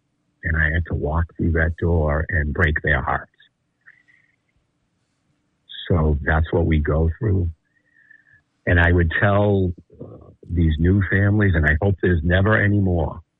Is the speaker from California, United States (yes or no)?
no; Massachusetts, United States; And I'm proud to be born and raised in Massachusetts.